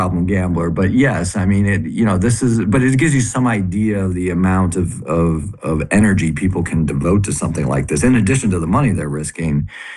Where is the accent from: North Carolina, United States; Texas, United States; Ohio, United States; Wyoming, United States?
Ohio, United States; Cleveland; I'm a Cleveland sports fan, born and raised.